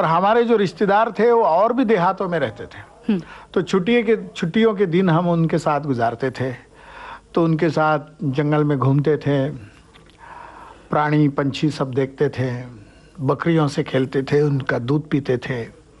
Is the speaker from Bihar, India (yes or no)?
no; Ahmednagar, Maharashtra, India; अहमदनगर में ही मेरी पढ़ाई हुई, स्कूल की, कॉलेज की। वहीं मैंने थिएटर किया, एक्टिंग की। मेरे गांव में पानी कम है, लेकिन मेरा गांव छोटा है